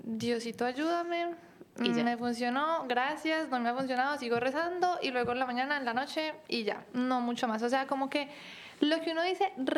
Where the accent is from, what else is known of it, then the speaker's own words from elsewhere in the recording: Medellín, Antioquia, Colombia; moved away as an adult; now in Miami, United States; Soy de Colombia, de Medellín. Me mudé a Miami hace 5 años, más o menos.